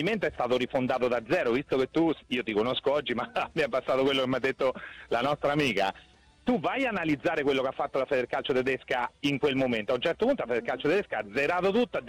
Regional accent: Terni, Umbria, Italy; io sono di Terni, quasi ormai ultimamente me ne vergogno quasi a dirlo

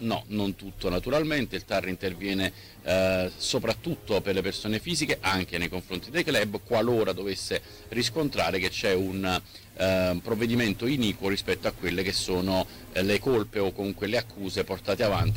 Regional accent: Naples, Campania, Italy; Io sono napoletano, sono scaramantico

